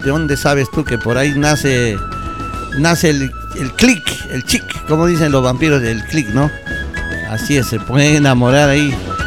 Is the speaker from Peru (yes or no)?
yes; Huancavelica, Peru; vienen de Huancavelica, mi tierra querida. Ay, ay, ay. Huancavelicano hasta los huesos.